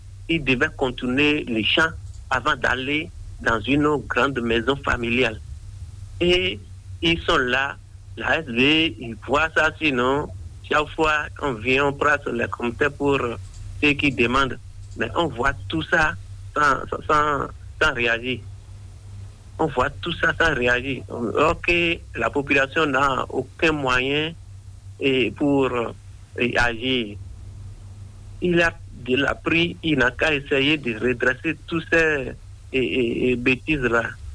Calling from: Avrankou, Ouémé, Benin; Je suis à Vrancou

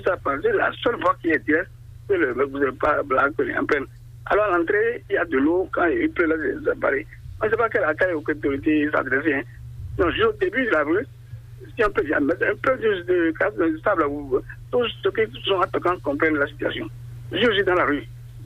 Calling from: Benin; Je suis à Tokan.

